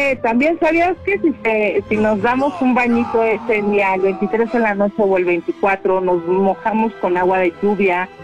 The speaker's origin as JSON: {"language": "Spanish", "country": "Mexico", "said": "Y nos ponemos la camiseta porque así somos los mexicanos."}